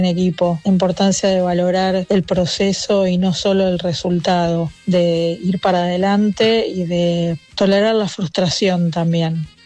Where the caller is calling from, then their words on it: Buenos Aires, Argentina; de Barracas